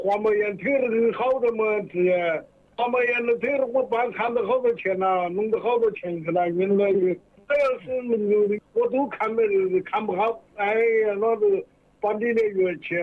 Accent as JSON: {"language": "Chinese", "town": "Jingmen", "region": "Hubei", "country": "China", "said": "我金门城关的。"}